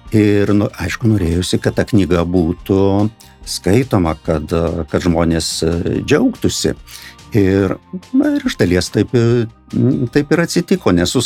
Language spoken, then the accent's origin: Lithuanian; Samogitia, Lithuania; aš esu žemaičiai nedaug žodžiauja.